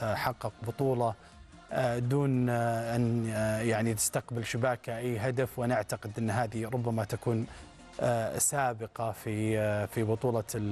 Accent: Saudi Arabia; اليوم كلنا كسعوديين نشعر بفخر كبير جداً

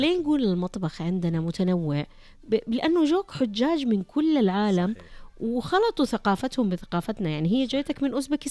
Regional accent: Western Region, Saudi Arabia; يعني أنا مثلا من الغربية لا، تقبلت بقوة الأكل النجدي التراثي.

